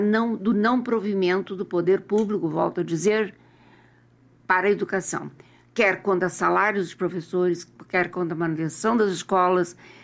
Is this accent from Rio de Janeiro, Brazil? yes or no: no; Pelotas, Rio Grande do Sul, Brazil; moved away; eu estava morando no Rio Grande do Sul, eu sou de Pelotas